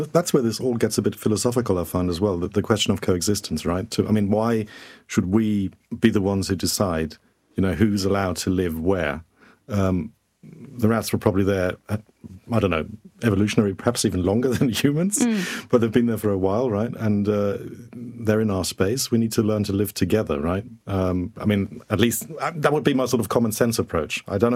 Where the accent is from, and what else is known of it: Germany; born or raised there